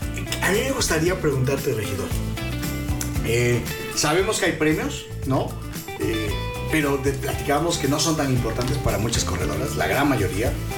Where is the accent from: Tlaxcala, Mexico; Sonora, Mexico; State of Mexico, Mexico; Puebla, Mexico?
Puebla, Mexico; Tehuacán; yo soy orgullosamente aquí de mi querido Tehuacán.